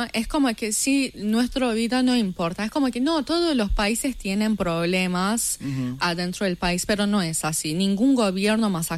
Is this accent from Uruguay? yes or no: no; Iran; Spanish is a second language; moved away; una persona que vivió bajo esa represión, que desde muy chica, yo estuve ahí, mi familia estuvo ahí, vivimos.